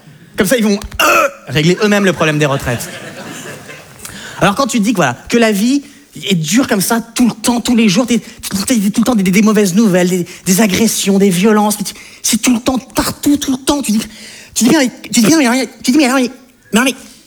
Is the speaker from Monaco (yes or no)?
no; France